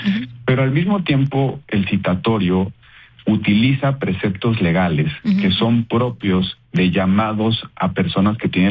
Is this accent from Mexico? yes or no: yes; Mexico; Yo, como mexicano, te digo, ya no puedes esperar nada razonable